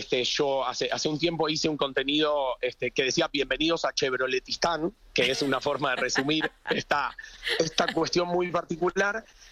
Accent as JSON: {"language": "Spanish", "country": "Uruguay", "said": "y yo que soy uruguayo, un país muy futbolero, también el Mundial se vive mucho en la calle."}